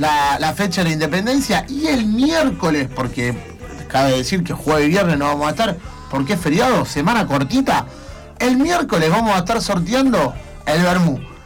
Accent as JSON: {"language": "Spanish", "country": "Argentina", "said": "Recordemos que somos argentinos"}